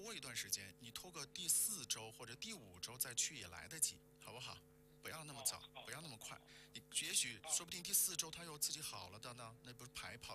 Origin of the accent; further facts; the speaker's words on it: China; 我们中国人是中国人，我们不是欧美人，我们不是他那的体质，我们就是亚洲人，我们就是中国人的体质